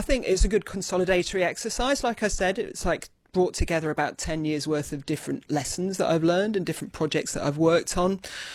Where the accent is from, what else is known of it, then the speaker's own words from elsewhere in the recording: Leicester, East Midlands, United Kingdom; So I'm from Leicester, which is a landlocked county right in the middle of England.